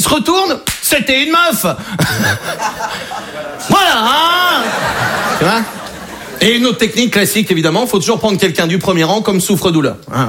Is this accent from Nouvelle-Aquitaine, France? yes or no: no; Brittany, France; je suis breton, j'ai 21 ans.